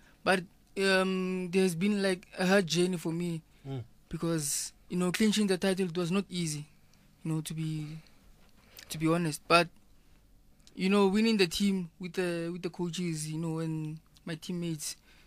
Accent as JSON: {"language": "English", "town": "Pretoria", "region": "Gauteng", "country": "South Africa", "said": "I'm from Pretoria, Proclamation Hill."}